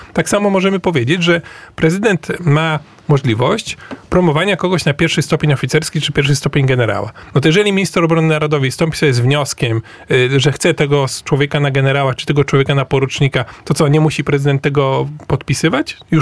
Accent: Orneta, Warmian-Masurian Voivodeship, Poland; ja pochodzę z Ornety

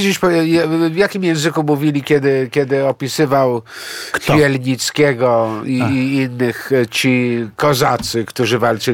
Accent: Greece; ja jestem Grekiem

